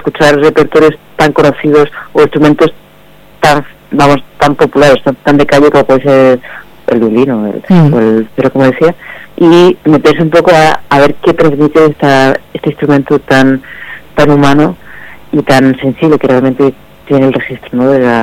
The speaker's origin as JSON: {"language": "Spanish", "region": "Navarre", "country": "Spain", "said": "yo soy originalmente de Navarra, pero sí, es verdad que mi familia también es alavesa"}